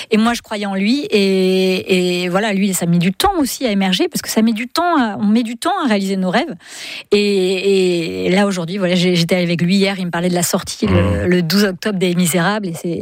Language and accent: French; Brittany, France; Ah bah oui, mais on est breton ou pas?